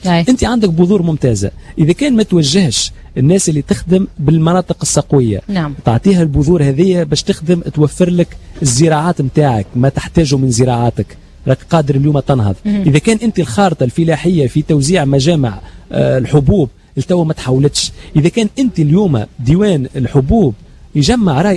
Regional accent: Tunisia; أكبر أبرات موجودة في إفريقيا عندنا في تونس.

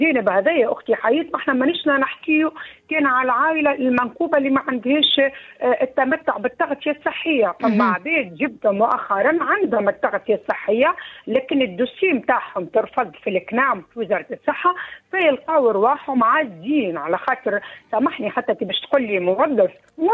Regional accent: Tunisia; moved away; انا بسيبتي تونسي

